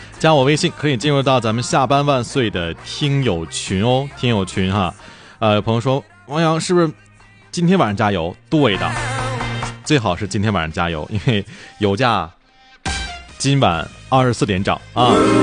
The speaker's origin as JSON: {"language": "Chinese", "country": "China", "said": "其实我们中国人对四这个数字哈"}